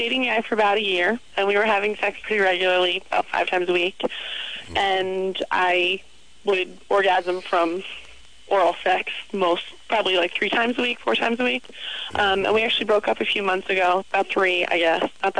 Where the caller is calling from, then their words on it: Pittsburgh, Pennsylvania, United States; I am calling from Pittsburgh.